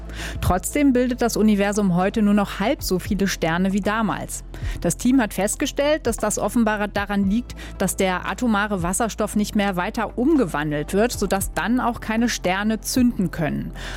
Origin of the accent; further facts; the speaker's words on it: Nordenham, Lower Saxony, Germany; Nee, ich bin aus Nordenham.